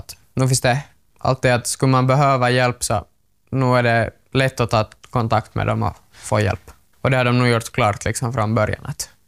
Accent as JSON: {"language": "Swedish", "region": "Åland", "country": "Finland", "said": "och jag kommer från Åland."}